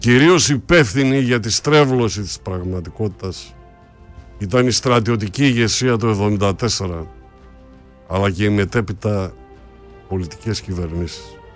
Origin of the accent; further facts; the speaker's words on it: Greece; είμαι Έλληνας και δεν ξεχνώ την Κύπρο.